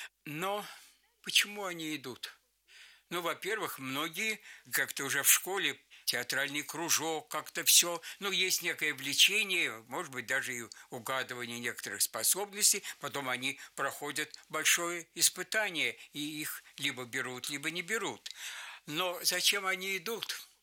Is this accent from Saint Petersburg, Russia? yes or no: no; Moscow, Russia; born there; Я родился в Москве.